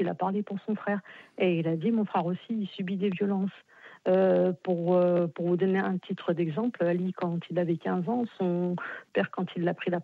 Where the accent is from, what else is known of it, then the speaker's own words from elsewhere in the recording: France; born there; Moi, je suis née en France.